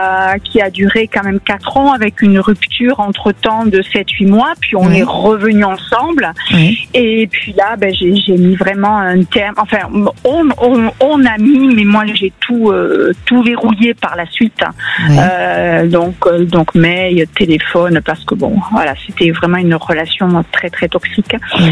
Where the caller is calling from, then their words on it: Montpellier, Occitanie, France; De Montpellier.